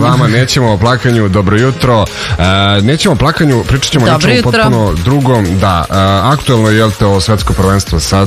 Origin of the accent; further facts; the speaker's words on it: Serbia; Aha, misliš kao mi Srbi, generalno.